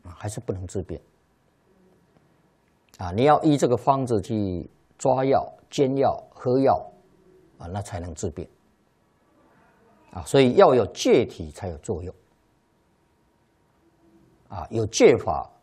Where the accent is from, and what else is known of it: China